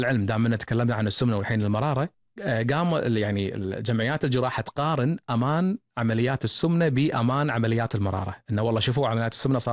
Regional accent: Kuwait; احنا عندنا بالكويت

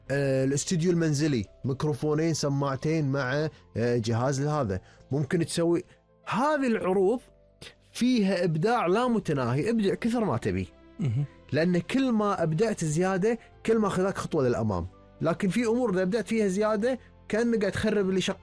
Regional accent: Kuwait; إن نشارك إحنا من الكويت كمشاريع تجارية

